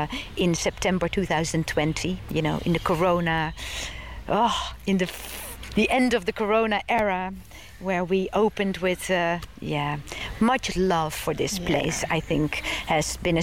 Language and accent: English; Westland, South Holland, Netherlands; now in The Hague, Netherlands; I come originally from Westland, but I live in The Hague. So what makes me that? It makes me a person who lives in The Hague.